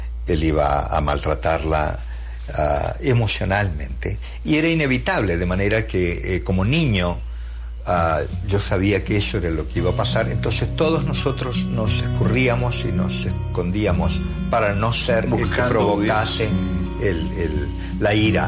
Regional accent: Uruguay; Yo soy uruguayo. Mi papá era un obrero ferroviario que se jubiló cuando yo tenía unos 10

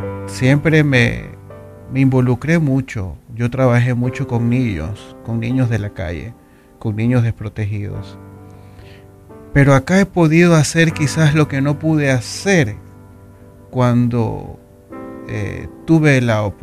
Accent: Puerto Rico; de la Cámara de Representantes de Puerto Rico. O sea, eso es algo que ha gustado mucho en mi país.

